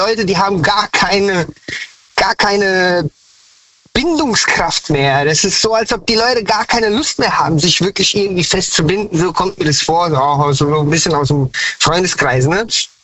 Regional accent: Hanau, Hesse, Germany; Also eigentlich komme ich von ganz woanders her, aber ich bin in Hessen, Hanau, Hessen-Frankfurt aufgewachsen und bin dann nach Hanau gezogen.

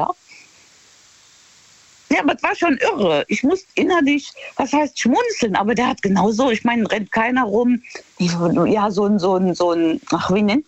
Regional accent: Rhineland-Palatinate, Germany; In der Nähe von Trier.

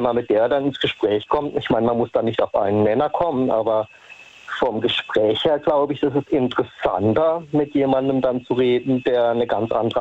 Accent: Lichtenau, Baden-Württemberg, Germany; Ich komme aus Lichtenau in der Nähe von Baden-Baden.

